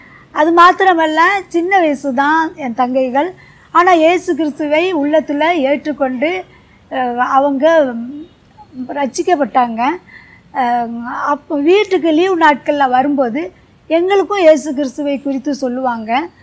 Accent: Kunnathur, Tamil Nadu, India; first language Urdu; Tamil is a second language; நான் திருநெல்வேலி மாவட்டத்தில் நெல்லை டவுன்ல இருந்து அரை மணி நேரம் நடக்கிற தூரத்தில் இருக்கிற குன்னத்தூர் என்ற ஒரு கிராமத்தில் ஒரு இஸ்லாமியர் குடும்பத்தில் நான் மூணாவது மகளாக பிறந்தேன்.

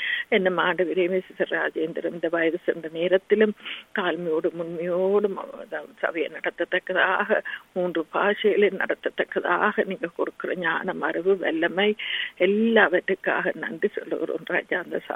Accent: Sri Lanka; moved away; நாங்கள் பிறந்து வளர்ந்த இலங்கை தீவுக்காக உங்களிடையில் வருகிறோம்.

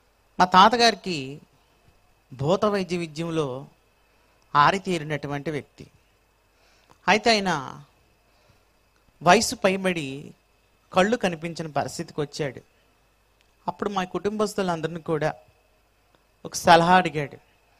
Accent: Tenali, Andhra Pradesh, India; గుంటూరు జిల్లా తెనాలి పట్టణం మా స్వస్థలం. ఈ తెనాలి పట్టణంలో చెంచుపేట ఇందిరానగర్ కాలనీ అనే ప్రాంతంలో మేము నివసించేవాళ్ళం. కులరీత్యా మేము ఎస్టీ

